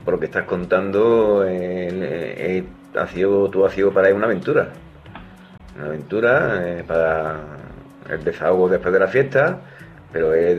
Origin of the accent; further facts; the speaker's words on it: Andalusia, Spain; Corresponsales … desde Huelva. A ver, lo primero es pedir disculpas. Por si mi acento y pronunciación, yo que soy de un pueblo cerraillo de Huelva, pues no pronuncio algunas cosas bien o muy rápido